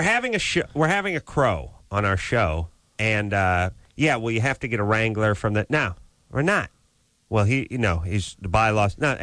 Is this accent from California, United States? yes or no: yes; Los Angeles, California, United States; I grew up in the San Fernando Valley.